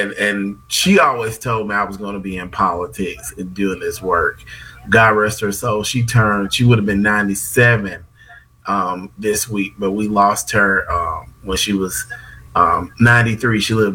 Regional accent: Selma, Alabama, United States; I grew up in Selma

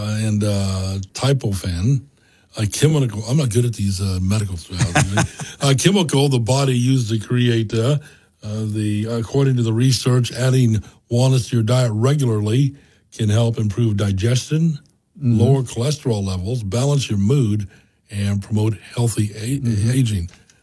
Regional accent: Falls City, Nebraska, United States; I grew up in Falls City, Nebraska, and we had walnut trees in our yard.

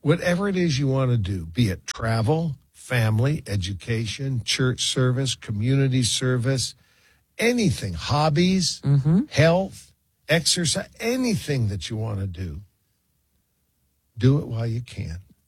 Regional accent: San Francisco, California, United States; when I was 11 years old, growing up in San Francisco

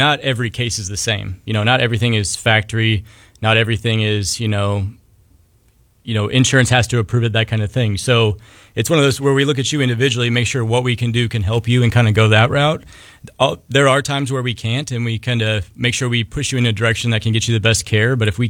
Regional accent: Midwest, United States; I'm from the Midwest originally, so I definitely know the population and the people around here

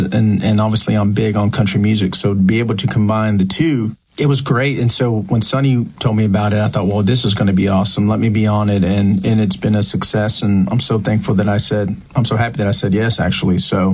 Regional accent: Edinburg, Texas, United States; I'm from Edinburgh, Texas. You know, I was raised in Edinburgh, Texas. And so having that Tejano upbringing and that flavor

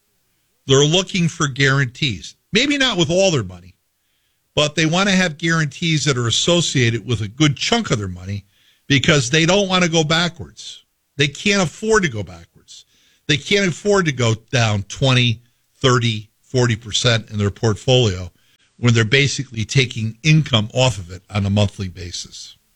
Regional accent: Schaghticoke, New York, United States; I'm a kid from Scaticoke, New York.

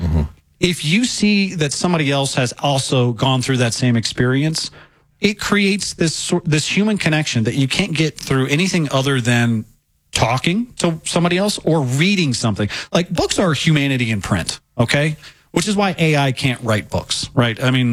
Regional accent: Fayetteville, Arkansas, United States; when I was growing up in Arkansas, as Jehovah's Witness

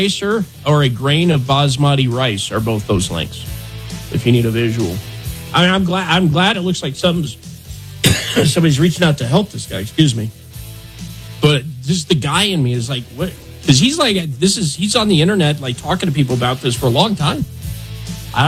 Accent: Buffalo, Wyoming, United States; I grew up in Buffalo, Wyoming

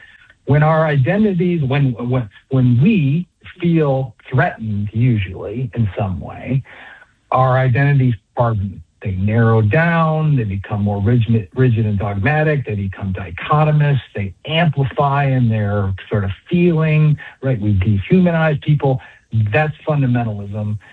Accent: United States; Well, we are all, we kind of take for granted that we're American. I was raised evangelical Christian, right?

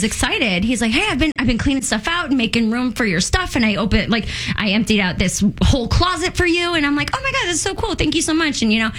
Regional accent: Berea, United States; moved away; I didn't want to move back into my hometown.

